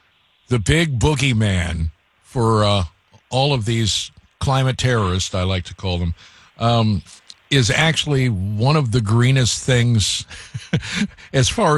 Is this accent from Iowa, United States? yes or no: yes; Iowa, United States; born there; Well, you know, I was born in Iowa, and I think Nebraska should have them. I don't want them in my Hawkeye state.